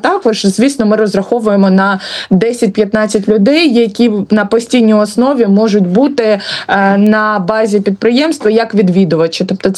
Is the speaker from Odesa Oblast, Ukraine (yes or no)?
yes; Odesa, Odesa Oblast, Ukraine; Я з Одеси